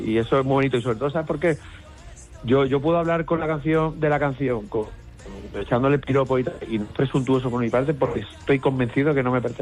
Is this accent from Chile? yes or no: no; Málaga, Andalusia, Spain; now in Madrid, Spain; el Conservatorio de Málaga también estaba cerca del Ciudad Jardín. Y me acordé que al final el tren que me lleva a mí a mi tierra, a ver a mi madre, a mi gente, es la música. Y el que me vuelve aquí a Madrid